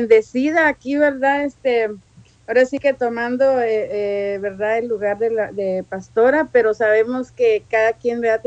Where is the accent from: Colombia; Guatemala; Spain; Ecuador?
Guatemala; now in Tijuana, Mexico; Yo soy guatemalteca, pero vivo aquí en Tijuana, Baja California.